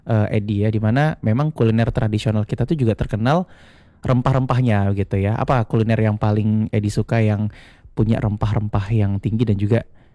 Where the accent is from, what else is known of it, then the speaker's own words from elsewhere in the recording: Pontianak, West Kalimantan, Indonesia; kita juga kadang yang dari Pontianak